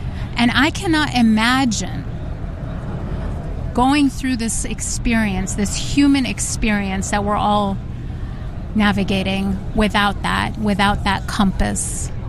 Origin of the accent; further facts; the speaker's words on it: United States; I'm from America and I'm just visiting for a few days.